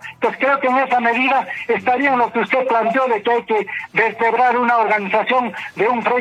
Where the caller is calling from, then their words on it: Cusco, Peru; yo que soy ciudadano así de Quío